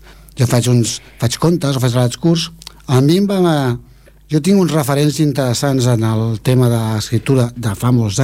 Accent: Esplugues de Llobregat, Catalonia, Spain; also born or lived in Barcelona; Sí, sí, perquè jo vaig néixer a Barcelona, però evidentment perquè abans la gent naixia a Barcelona, però jo he viscut a Esplugues tota la vida, sí.

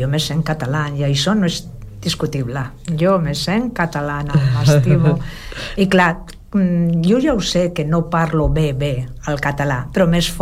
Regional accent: Catalonia, Spain; born there; first language Spanish; Catalan is a second language; sempre m'ha agradat parlar el català. És que, a veure, jo no he nascut a Barcelona, però m'estimo Barcelona. Jo considero que sóc catalana. Hi ha gent amb 40 o 30 anys que no porten tota la vida com jo a Catalunya.

